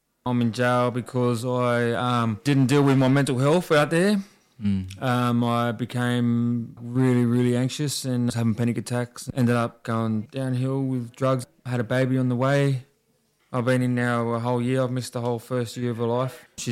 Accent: Maroubra, New South Wales, Australia; I'm a proud Dungari man. I grew up getting around Maruba and that. All my cousins and stuff like that are all up at Kempsey.

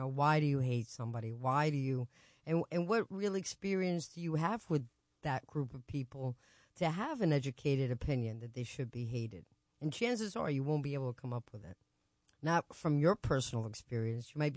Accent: New Jersey, United States; I'm from Jersey.

